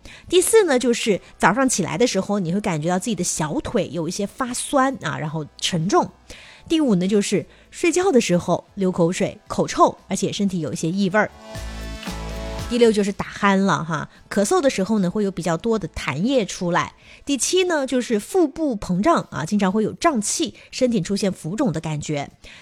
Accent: Guangdong, China; 我们广东人说喜欢煲汤啊

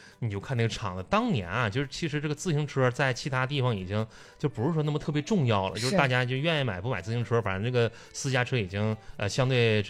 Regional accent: Northeast China, China; moved away; 我们老家呀、我的老家就是号称叫老东北工业基地。

